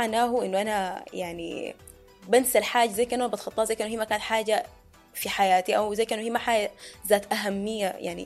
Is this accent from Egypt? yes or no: no; Sudan; دي بجد اصعب حاجه ممكن نكون بنمر بها احنا كسودانيين.